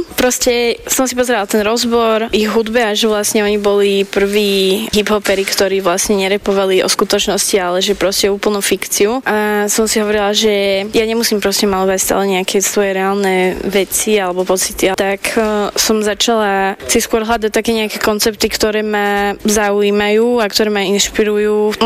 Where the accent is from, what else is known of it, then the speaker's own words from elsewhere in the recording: Dunajská Streda, Trnava Region, Slovakia; now in Bratislava, Slovakia; Ja som vlastne z Dunajskej Stredy a tam som síce chodila na Gimpel, ale chodila som tam aj na Zušku